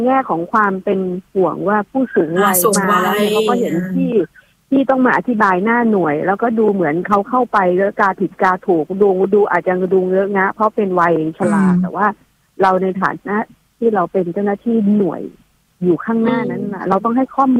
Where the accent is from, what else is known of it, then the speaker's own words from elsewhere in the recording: Bangkok, Thailand; เราเป็นคนเมืองอ่ะคนเมืองกรุงนะคะ